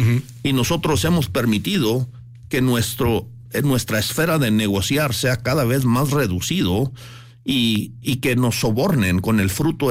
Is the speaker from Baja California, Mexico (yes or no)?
no; Chihuahua, Mexico; born there